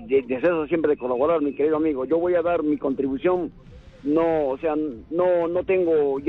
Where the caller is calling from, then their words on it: Arequipa, Peru; desde Arequipa.